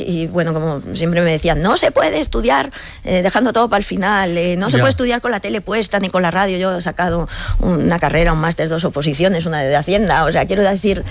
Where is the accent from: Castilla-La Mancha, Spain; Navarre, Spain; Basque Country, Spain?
Basque Country, Spain; San Sebastián; De qué equipo soy, del que acaba de ganar la Copa del Rey, porque soy donostiarra